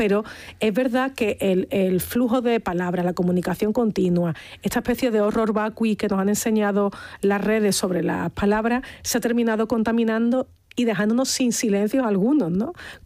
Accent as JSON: {"language": "Spanish", "region": "Andalusia", "country": "Spain", "accent": "Andalusian", "said": "Ese es un elemento crucial en nuestra forma de hablar, que como vemos, pues cada zona de Andalucía erosiona, o sea, modifica esa S final de una manera"}